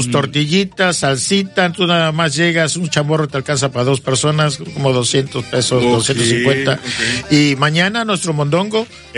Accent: Mexico; es grato como mexicanos tener ese corazón agradecido por lo que hacen por nosotros.

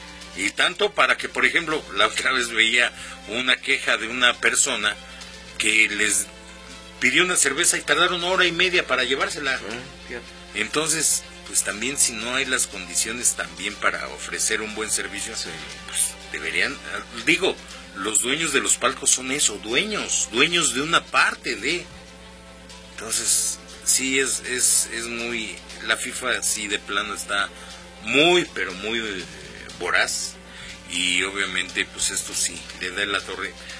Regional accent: Mexico

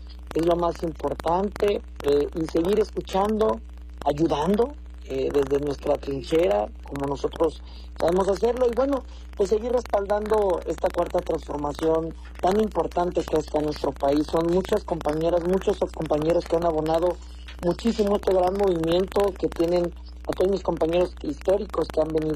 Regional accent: Chilpancingo, Guerrero, Mexico; Nacimos aquí, en Chilpancingo, que estudié la primaria, en la Escuela Morelos, la secundaria, Escuela Raimundo Barca Alarcón, el bachillerato en el Colegio de Bachilleros en plantel número 1, la facultad en la Universidad Autónoma de Guerrero.

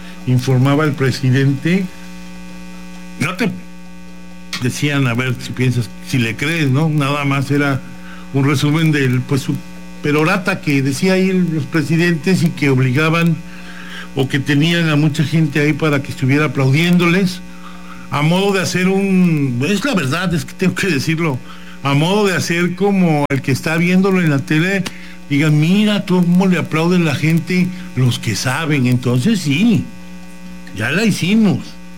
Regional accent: Tabasco, Mexico; todos como mexicanos, como tabasqueños.

